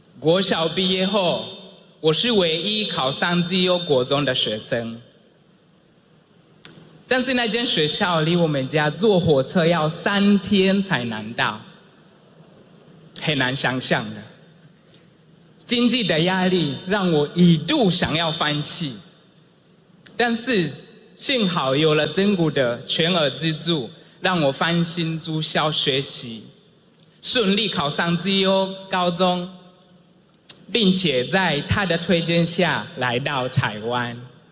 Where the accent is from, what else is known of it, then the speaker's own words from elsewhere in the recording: Kigoma, Tanzania; Chinese is a second language; now in Taiwan; 我出生在坦桑尼亚的山区，一个靠近贡北国家公园的小村落。那里是真古的博士研究野生黑猩猩的地方，也是我的生命的起点。我在一个贫穷家庭长大，